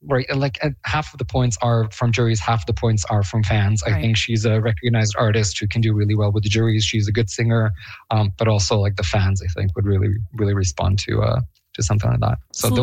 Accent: Bosnia & Herzegovina; moved away; So I was born and raised in Bosnia-Herzegovina.

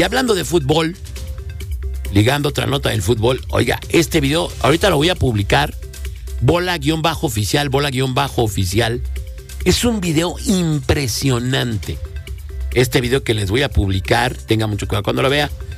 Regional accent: Mexico; y eso es lo que a mí, como mexicano, me molesta.

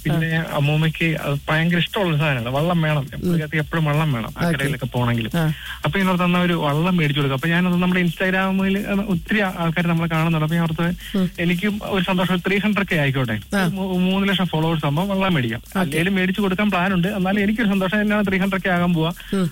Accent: Arpookara, Kerala, India; കോട്ടയം ആർപ്പുക്കര എന്ന് പറയും, medical college ഹോസ്പിറ്റലിന്റെ അടുത്തല്ല നമ്മുടെ വീടെല്ലാം

